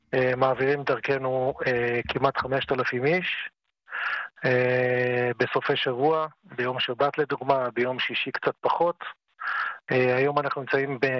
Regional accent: Kiryat Shmona, Northern District, Israel; now in Dafna, Israel; אני מתגורר 35 שנה בדפנה, ואני עד הצבא גדלתי בקריית שמונה

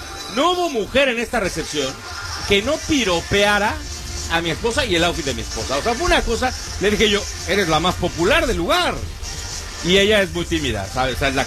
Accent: Mexico City, Mexico; En la Ciudad de México.

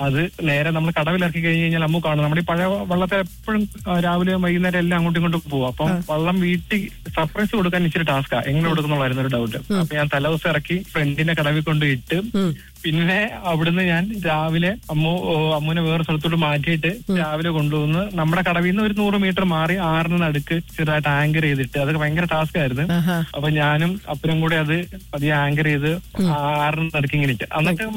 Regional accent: Arpookara, Kerala, India; കോട്ടയം ആർപ്പുക്കര എന്ന് പറയും, medical college ഹോസ്പിറ്റലിന്റെ അടുത്തല്ല നമ്മുടെ വീടെല്ലാം

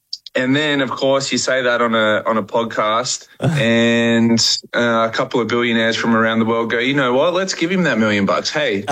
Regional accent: Australia; As an Aussie

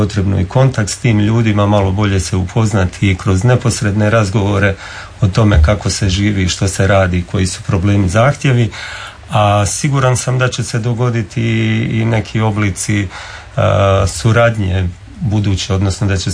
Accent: Bosnia & Herzegovina; za nas Hrvate koji dolazimo iz Bosne i Hercegovine

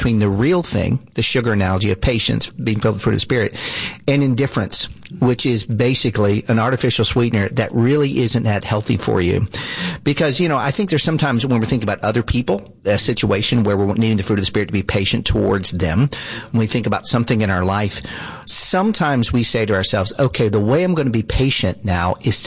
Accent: the South, United States; I grew up in the South.

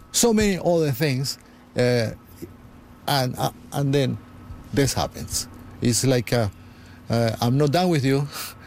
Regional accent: Canada; English is a second language; moved away as an adult; also born or lived in Venezuela; My friend, I born in Venezuela. I grew up in Canada, practically. I came here in my 30s. I'm way in my 70s. But none of that take away my DNA, which is Venezuelan DNA.

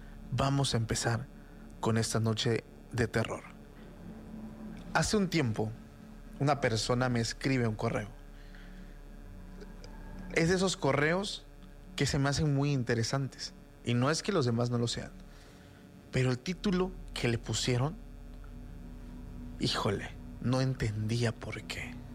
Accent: Mexico; Los que somos mexicanos

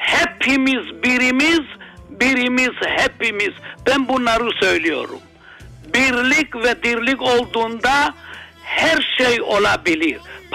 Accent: Cyprus; now in Australia; Köyümüzde ortaokul yoktu. Lazımdı iskeleye, Lefkoşa gidelim ya da Lemosuna.

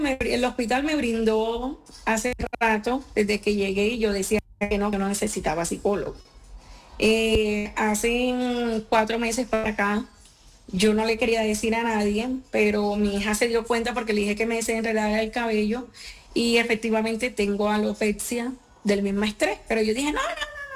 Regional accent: Ciénaga, Santa Marta, Magdalena, Colombia; moved away as an adult; now in Medellín, Colombia

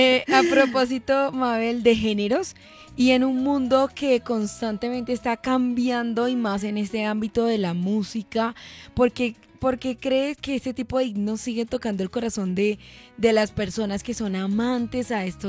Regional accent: Caribbean Region, Colombia; Yo, a propósito de que soy costeña y soy joven

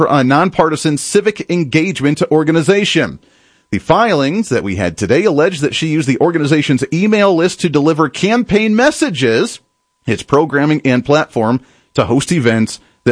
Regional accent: Kansas, United States; I want to bring it to Kansas, where my home state is

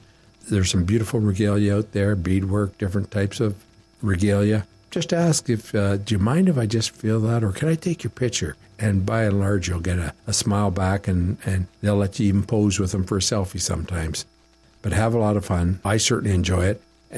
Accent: Sheshegwaning First Nation, Ontario, Canada; I'm Odawa. I come from Shishigwaning First Nation.

